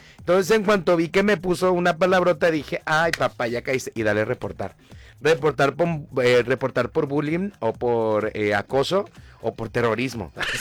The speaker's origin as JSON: {"language": "Spanish", "country": "Mexico", "said": "Sí, fracasaste como mexicano"}